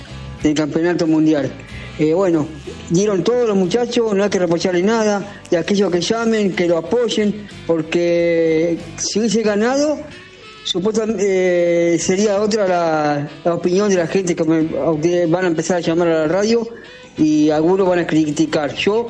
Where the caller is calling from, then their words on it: Coronel Brandsen, Buenos Aires Province, Argentina; Hola, Radio Continental … de Coronel Bransen.